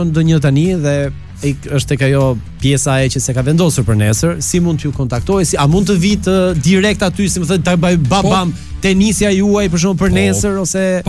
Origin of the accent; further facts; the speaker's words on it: Burrel, Dibër County, Albania; Unë kam lindur dhe jam rritur në Burrell, kështu që e kam zonën time.